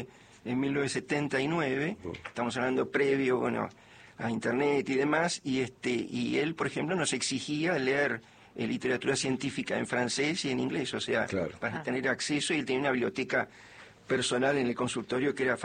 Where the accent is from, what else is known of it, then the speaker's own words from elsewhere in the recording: Mar del Plata, Buenos Aires Province, Argentina; Yo nací en La Plata... Mi familia se trasladó inmediatamente a Mar del Plata, ahí transcurrió mi niñez, mi adolescencia